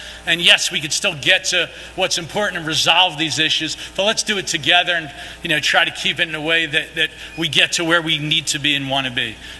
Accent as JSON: {"language": "English", "town": "Philadelphia", "region": "Pennsylvania", "country": "United States", "tie": "born or raised there", "said": "I've always been prideful being from Philadelphia. Anytime I go around the country, I'm excited to say that, you know, I'm a Philadelphian. Like I'm a Philadelphia public school student."}